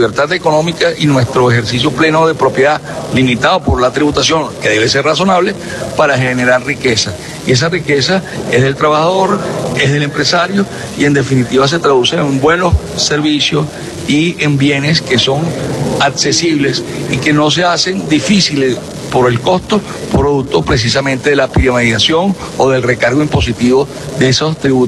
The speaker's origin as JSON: {"language": "Spanish", "country": "Venezuela", "said": "Somos venezolanos, somos usuarios, somos consumidores y estamos aquí"}